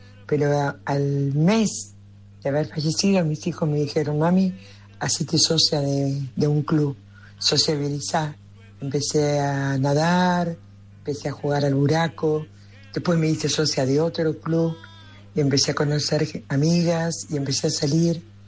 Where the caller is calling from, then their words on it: Buenos Aires, Argentina; soy del barrio de Belgrano. Ya te he llamado varias veces y te he ido a ver al teatro.